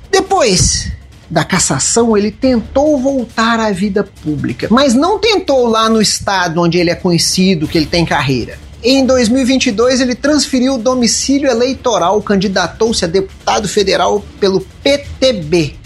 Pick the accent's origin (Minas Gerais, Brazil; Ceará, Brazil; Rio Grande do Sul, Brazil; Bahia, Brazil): Minas Gerais, Brazil; Porque aqui em Minas a gente tem um ditado